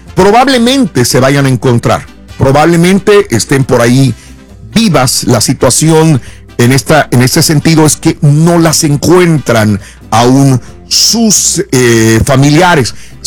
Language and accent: Spanish; Mexico; Yo soy mexicano.